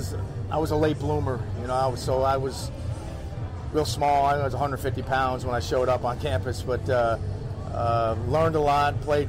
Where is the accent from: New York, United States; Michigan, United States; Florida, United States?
New York, United States; because he found out I was from New York.